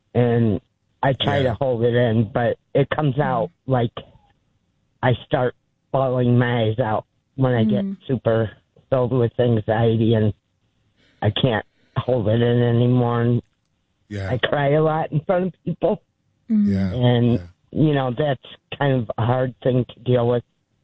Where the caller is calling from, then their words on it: Kansas, United States; I'm actually from Kansas and visiting here.